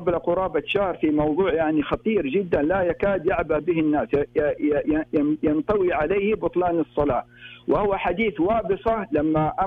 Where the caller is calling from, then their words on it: Mecca, Makkah Province, Saudi Arabia; نحن في مكة المكرمة